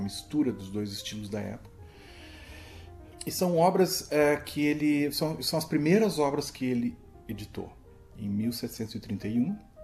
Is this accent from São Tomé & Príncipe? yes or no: no; Porto Alegre, Rio Grande do Sul, Brazil; Sou de Porto Alegre, eu atuo em Porto Alegre desde 1979